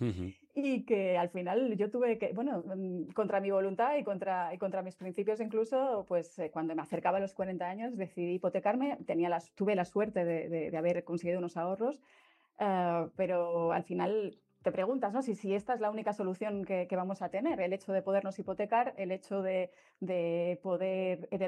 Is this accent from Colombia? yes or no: no; Balearic Islands, Spain; now in Barcelona, Spain; las múltiples casas en las que he vivido más de 10 en 30 años desde que llegué a Barcelona desde Mallorca.